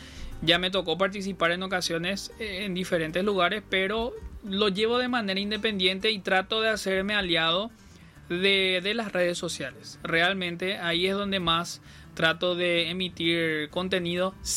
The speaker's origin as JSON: {"language": "Spanish", "country": "Paraguay", "said": "llevamos nuestra música paraguaya, nuestro baile paraguayo."}